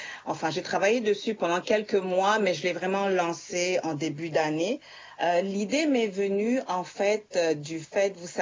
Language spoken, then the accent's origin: French; Central African Republic; also born or lived in Bangui / France; now in Montreal, Canada; nous, femmes centrafricaines